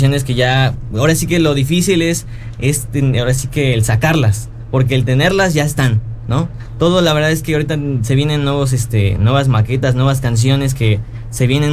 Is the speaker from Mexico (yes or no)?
yes; Mexico; lo que nos representa como mexicanos